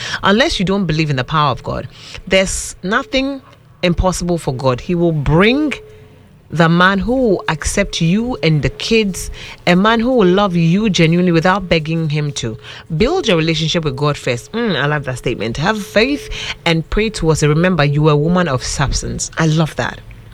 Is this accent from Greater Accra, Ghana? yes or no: yes; Accra, Greater Accra, Ghana; also born or lived in La; I grew up in Osu.